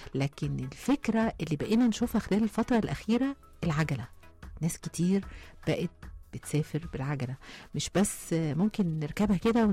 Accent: Upper Egypt, Egypt; بس عارفة خط الصعيد عشان أنا صعيدية.

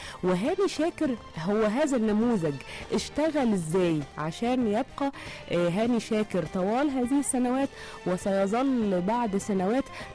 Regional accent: Egypt; شخصياتنا كمصريين

